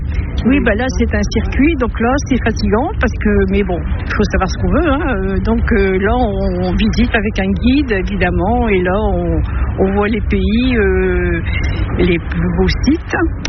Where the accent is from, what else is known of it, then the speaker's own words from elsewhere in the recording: Hallennes-lez-Haubourdin, Hauts-de-France, France; je suis d'Alais-les-Aubourdins.